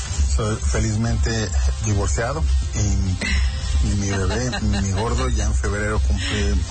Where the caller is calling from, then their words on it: Zapopan, Jalisco, Mexico; soy de Zapopan, pero ahorita ando en Tlajoyork.